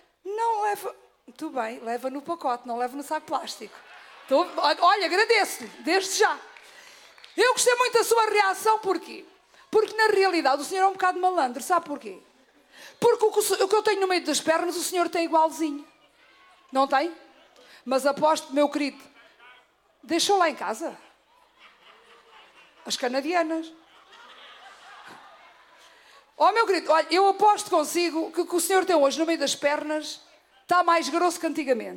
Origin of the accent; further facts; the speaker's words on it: Pegões Velhos, Setúbal, Portugal; Santo Isidro de Pegões, isso é agora, meu querido, porque Pegões Velhos é a minha terra.